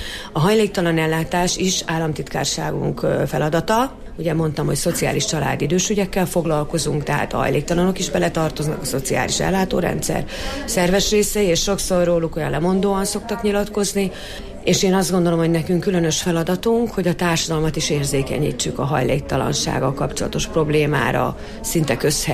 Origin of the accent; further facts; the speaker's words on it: Miskolc, Borsod-Abaúj-Zemplén, Hungary; moved away; én két laki életet élek, úgyhogy hétvégente is szoktam itt lenni, hiszen ez a szülővárosom.